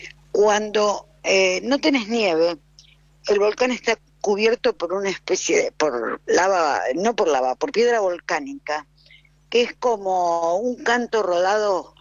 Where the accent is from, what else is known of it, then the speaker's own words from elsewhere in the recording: San Martín de los Andes, Neuquén, Argentina; born there; yo soy nacida en San Martín hace muchos años